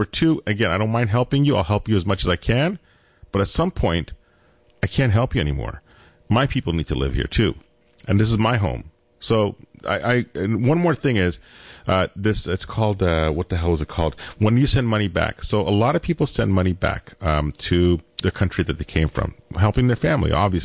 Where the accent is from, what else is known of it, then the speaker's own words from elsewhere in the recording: Iran; I came from Iran. I'm a Syrian Christian. In Iran, you don't get to have, you know, they don't like you to have churches or whatever.